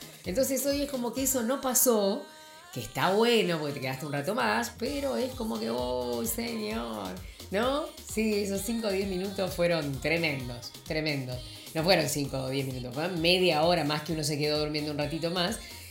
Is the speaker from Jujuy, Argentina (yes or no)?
no; Entre Ríos, Argentina